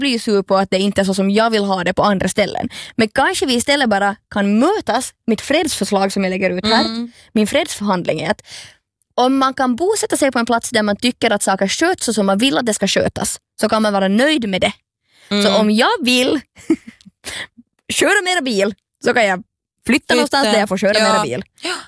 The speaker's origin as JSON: {"language": "Swedish", "region": "Ostrobothnia", "country": "Finland", "said": "Jag som österbottning har ju ett ganska stort Österbotten-hat i mig."}